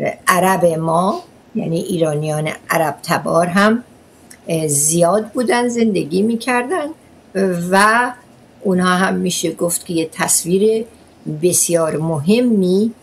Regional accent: Ahvaz, Khuzestan, Iran; ولی در اهواز دنیا اومدم، دیپلمم هم در اهواز گرفتم. در اهواز اون زمان شهر عقب افتاده بود ولی بعدن خب تغییرات بزرگی کرد.

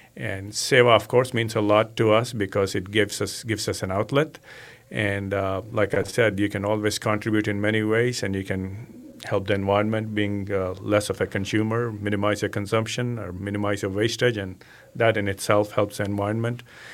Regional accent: India; moved away as an adult; I grew up in India and started volunteering when I was very young

